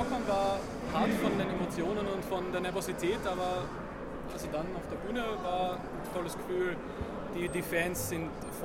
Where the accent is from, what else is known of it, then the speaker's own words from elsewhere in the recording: Austria; Also die ersten Jubelschreie und das erste Mal, wir sind aus Österreich